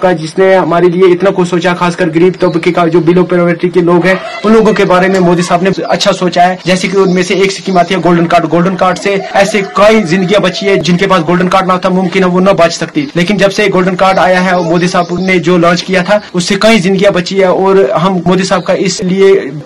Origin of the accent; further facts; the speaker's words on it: Nilsar Kandi, Jammu and Kashmir, India; मैं डिस्ट्रिक्ट बारामूला की निलसर कंडी का रहने वाला हूं।